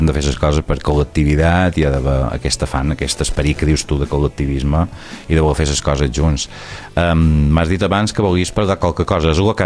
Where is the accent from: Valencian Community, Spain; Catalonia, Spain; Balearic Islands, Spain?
Balearic Islands, Spain; Can Picafort; Jo no som d'aquí, jo som de Can Picafort, som de Santa Maria de Lídia